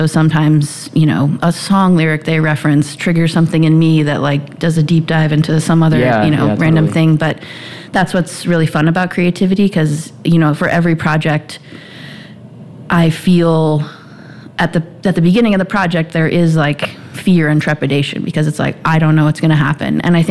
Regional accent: Illinois, United States; also born or lived in Hawaii; now in Indianapolis, United States; I grew up near Chicago

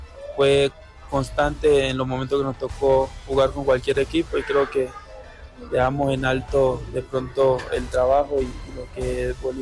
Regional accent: Chocó, Colombia; Creo que no deja de ser difícil por ser de Colombia y más que todo el Chocó, donde siempre fue muy fuerte todo.

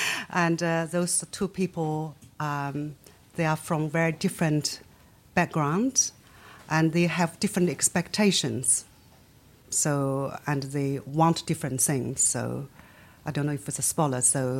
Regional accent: Nanjing, Jiangsu, China; accent: Nanjing; English is a second language; I'm from Nanjing, where people cannot differentiate between L and N.

